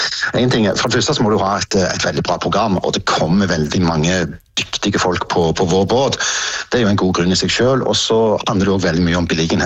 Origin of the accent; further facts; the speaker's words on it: Western Norway, Norway; og vi er fra Vestlandet, og vi liker verdiskaping og skape nye ting, og det blir litt vår profil her borte.